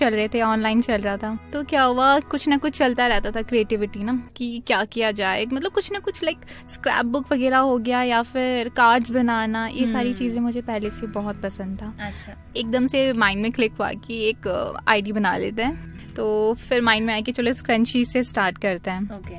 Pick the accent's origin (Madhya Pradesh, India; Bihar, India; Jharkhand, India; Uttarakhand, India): Uttarakhand, India; Doiwala; छोटे से शहर से है, छोटी सी जगह से है, डोईवाला।